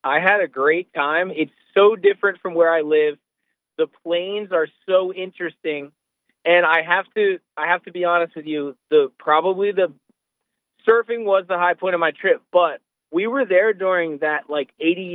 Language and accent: English; Pennsylvania, United States; now in Jersey Shore, United States; I was born and raised in Pennsylvania, but I learned how to surf on the Jersey Shore and when I was younger, I ended up moving to the Jersey Shore. So that's where I am these days.